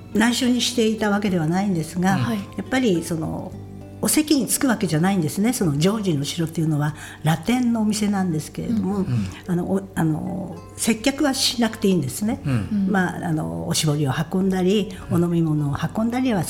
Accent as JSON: {"language": "Japanese", "town": "Sapporo", "region": "Hokkaido", "country": "Japan", "tie": "born or raised there", "moved": "as an adult", "said": "うちのおばあちゃんね青森県出身なのね、うん、でお母ちゃんと私が札幌で生まれ育ったんですけれども"}